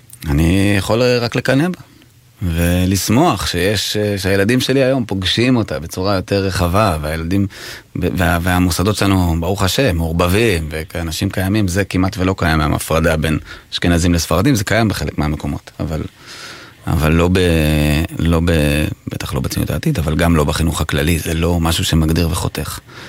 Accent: Tel Aviv, Tel Aviv District, Israel; also born or lived in Samaria / Hebron Hills; אני גדלתי ברמת אביב. נולדתי ברמת אביב, אבא שלי היה איש צבא, אדם לא דתי דרך אגב. משם עברנו לשומרון

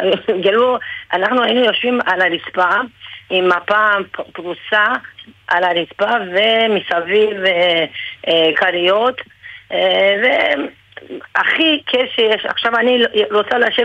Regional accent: Iran; now in Israel; אני מספרת סיפורים על העלייה שלי, על הילדות שלי באיראן

